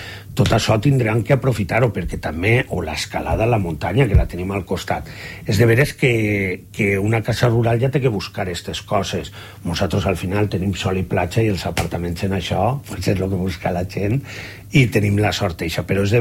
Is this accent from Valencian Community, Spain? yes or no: yes; Gandia, Valencian Community, Spain; Jo soc de Gandia i aixina ho defenc.